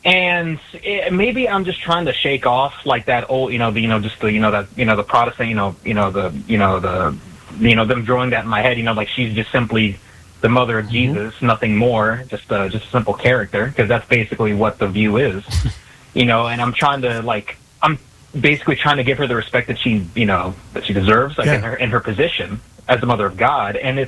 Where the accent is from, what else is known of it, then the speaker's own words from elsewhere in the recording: Texas, United States; growing up in Southern Texas, like, there's predominantly Hispanic demographic, and you see images of, Lady Guadalupe everywhere. And, growing Southern Baptist